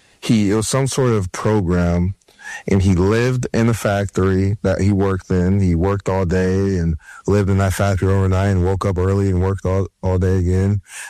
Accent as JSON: {"language": "English", "town": "Columbus", "region": "Ohio", "country": "United States", "tie": "born or raised there", "said": "Yeah. All those little Westerville, it's all Columbus, Ohio. I grew up in Columbus, Ohio."}